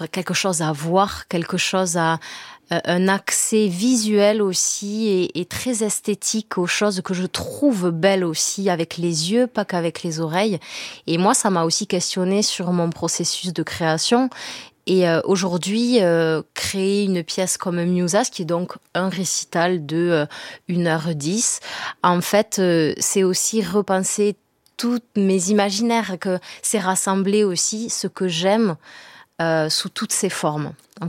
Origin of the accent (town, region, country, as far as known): South-West France, France; accent: south-western French